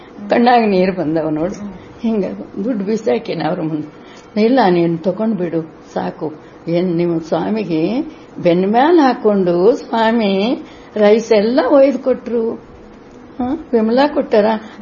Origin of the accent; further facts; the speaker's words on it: Andhra Pradesh, India; born there; Kannada is a second language; moved away; ನಾನು ಆಂಧ್ರದಲ್ಲಿ ಹುಟ್ಟಿರಕ್ಕೆ ನಾನು ಕನ್ನಡ ಬರ್ತಿದ್ದಿಲ್ಲ